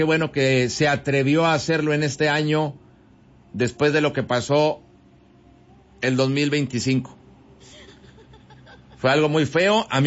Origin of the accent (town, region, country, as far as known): Mexico